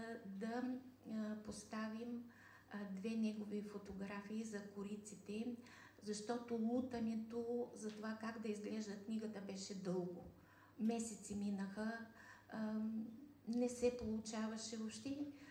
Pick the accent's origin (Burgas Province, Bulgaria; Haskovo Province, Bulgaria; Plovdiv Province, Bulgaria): Burgas Province, Bulgaria; Burgas; съм от Бургас.